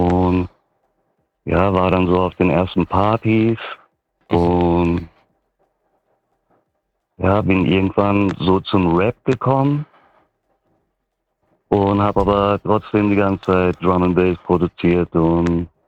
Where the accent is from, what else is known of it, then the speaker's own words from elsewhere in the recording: Mosbach, Baden-Württemberg, Germany; born there; now in Stuttgart, Germany; bin in Mosbach geboren, lebe in Stuttgart